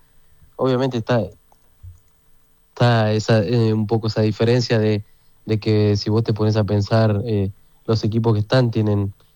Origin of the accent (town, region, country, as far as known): Argentina